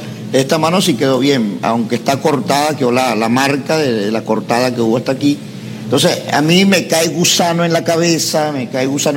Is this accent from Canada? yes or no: no; Puerto Ayacucho, Amazonas, Venezuela; also born or lived in Bogotá, Colombia; Aunque yo no vivo en Caracas, tengo un apartamento en Caracas, vivo en Puerto Ayacucho, en el estado de Amazonas, en Venezuela. Ya que allí pues nací, me crié, soy ingeniero en electrónica, fui a estudiar la carrera de ingeniero en Bogotá, en Colombia. Cuando tenía 20 años